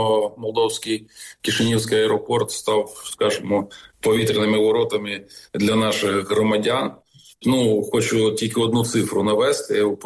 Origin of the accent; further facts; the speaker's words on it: Chernivtsi Oblast, Ukraine; Я народився на Буковині, прекрасний край, там закінчив школу.